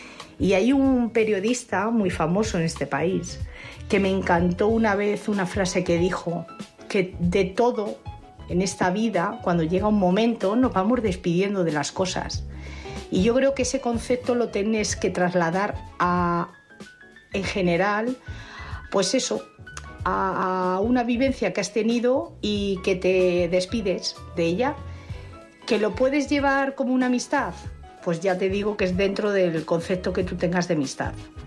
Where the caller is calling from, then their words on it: Madrid, Community of Madrid, Spain; de Madrid.